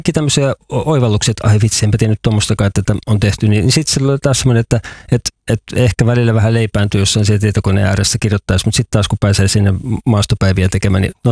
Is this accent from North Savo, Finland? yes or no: no; Vantaa, Uusimaa, Finland; now in Kainuu, Finland